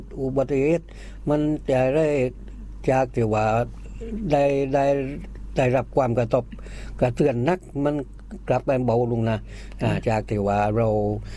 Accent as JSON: {"language": "Thai", "region": "Nakhon Sawan", "country": "Thailand", "said": "จังหวัดนครสวรรค์"}